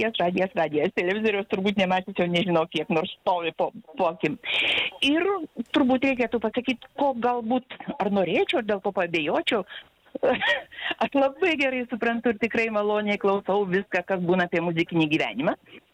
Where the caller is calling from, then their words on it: Kaunas, Kaunas County, Lithuania; esu iš Kauno